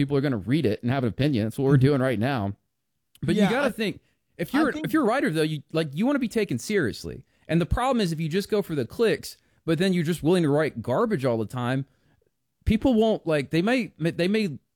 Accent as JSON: {"language": "English", "country": "United States", "said": "I will always do that as an American"}